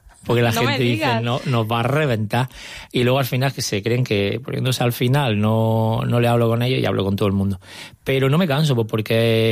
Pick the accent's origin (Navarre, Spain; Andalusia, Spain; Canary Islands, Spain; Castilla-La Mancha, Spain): Andalusia, Spain; Almería; Y a mí también me encanta Almería, actuar en Almería. Aunque sea mi tierra